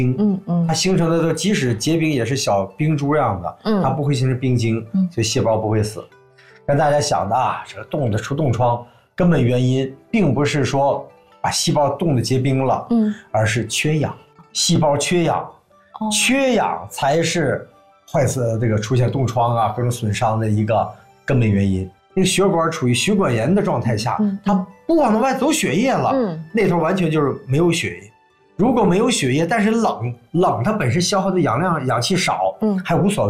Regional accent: Northeast China, China; born or raised there

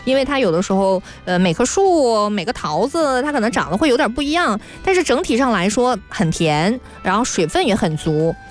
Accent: Lanzhou, Gansu, China; now in Guangdong, China; 因为我很喜欢吃我们老家的兰州的白粉桃

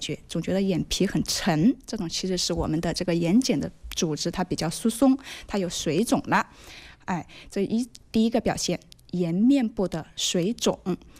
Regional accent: China; 我们国家

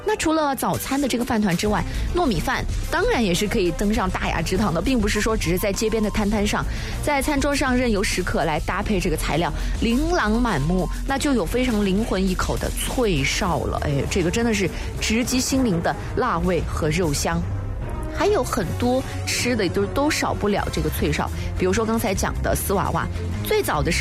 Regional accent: Guizhou, China; 但在我们的贵州，就是遵义的话，是吃着这个豆花的

